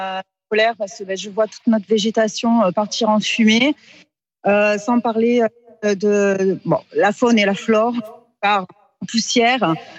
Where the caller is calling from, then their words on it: Brignoles, Provence-Alpes-Côte d'Azur, France; sur Brignoles, où j'habite le quartier derrière, ou du moins en face.